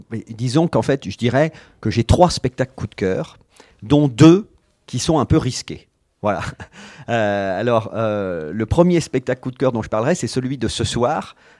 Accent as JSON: {"language": "French", "town": "Poitiers", "region": "Nouvelle-Aquitaine", "country": "France", "said": "moi je suis de Poitiers."}